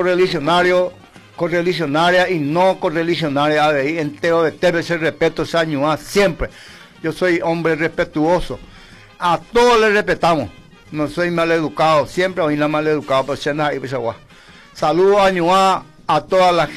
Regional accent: Paraguay; yo soy político, y yo soy cristiano, yo soy humano y paraguayo.

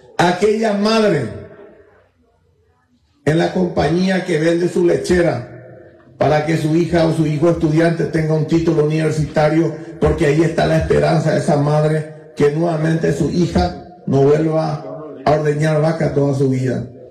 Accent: Carapeguá, Paraguarí, Paraguay; Hemos perdido nuestra identidad como carapegüeños

